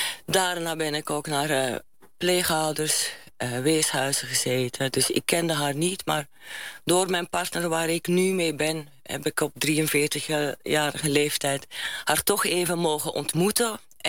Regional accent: Belgium; Hè, dan had je op Belgische scholen, want ja, ik kom uit België eigenlijk. Dan heb je allemaal, ik was altijd het enige Chinese.

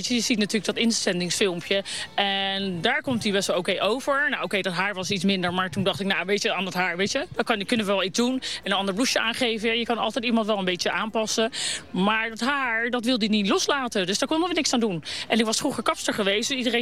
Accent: The Hague, South Holland, Netherlands; ik kom uit Den Haag.

